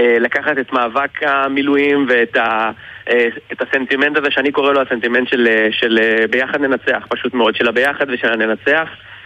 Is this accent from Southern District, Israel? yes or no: yes; Kiryat Gat, Southern District, Israel; אני מקריית גת, בן 30